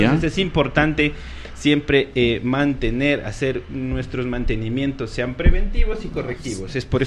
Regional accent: Carchi, Ecuador; Yo soy de la provincia del Carchi.

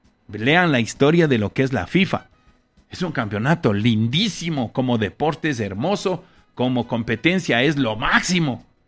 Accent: Ecuador; y aceptaremos como buenos ecuatorianos.

